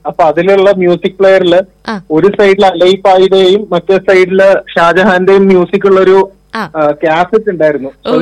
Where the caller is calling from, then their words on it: Kochi, Kerala, India; ഞാൻ കൊച്ചിന്നാണ്.